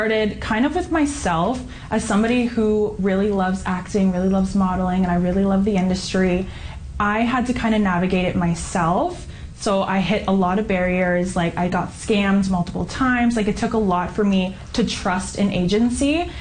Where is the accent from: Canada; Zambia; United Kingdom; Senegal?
Canada; Millbrook First Nation, Nova Scotia; now in Halifax, Canada; I'm from Millbrook First Nation, currently living in Halifax.